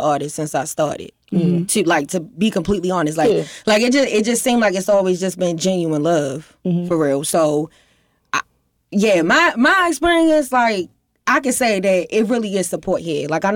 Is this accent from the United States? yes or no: yes; Baltimore, Maryland, United States; I grew up in Cherry Hill, always went to school over west.